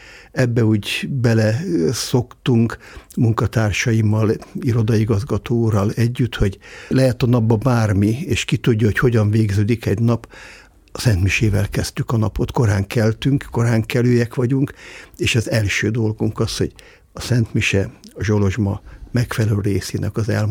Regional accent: Budapest, Hungary; jelenleg az 5. generációban élünk a 8. kerületben, a tisztviselőtelepen, és ott születtem, ott nőttem föl 4 testvéremmel együtt

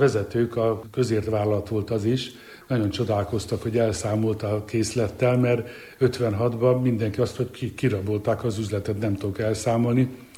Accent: Budapest, Hungary; born there; mi is megkaptuk az engedélyt, visszajöhettünk mi is Budapestre.

